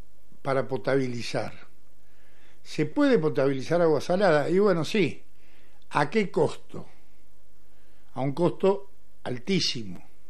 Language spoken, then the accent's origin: Spanish; Argentina; Los argentinos, que tenemos una historia formidable de lucha, ¿no?